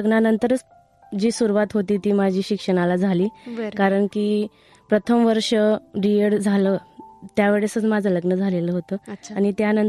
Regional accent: Bilgaon, Maharashtra, India; moved away; मी मूळची नंदुरबार जिल्ह्याची, अतिदुर्गम भाग आहे, आदिवासी भाग आहे, बिलगाव हे गाव आहे आणि तालुका धडगाव.

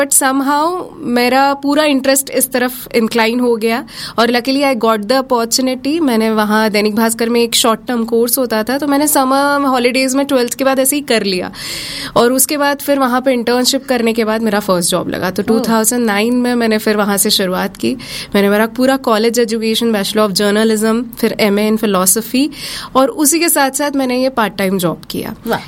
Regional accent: Indore, Madhya Pradesh, India; moved away as an adult; now in Jalgaon, India; मैं बेसिकली पूरी मेरी शिक्षा और उसके अलावा मेरी पूरा बर्थ, जन्म जहाँ से हुआ है वो इंदौर जगह है।

